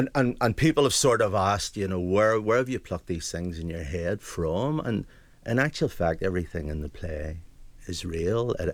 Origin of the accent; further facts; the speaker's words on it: Dundonald, Northern Ireland, United Kingdom; moved away; I'm from Ballybean originally